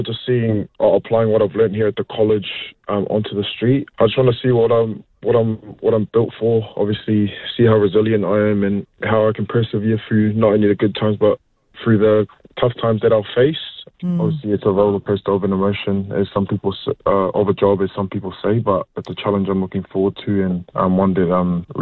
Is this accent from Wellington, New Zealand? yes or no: yes; Wellington, New Zealand; I'm from Wellington